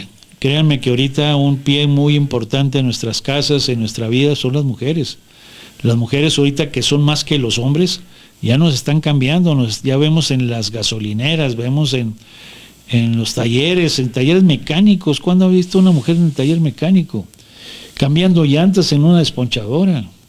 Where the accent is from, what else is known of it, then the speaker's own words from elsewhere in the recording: Mexico; No dejemos de declinar que somos mexicanos.